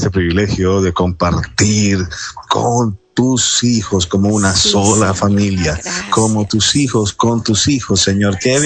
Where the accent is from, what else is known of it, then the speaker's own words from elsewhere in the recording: San Andrés and Providencia, Colombia; Un abrazo desde Colombia para el Perú. Sabe que hubo gente sanandresana de mi tierra que peleó en batallas en el Perú.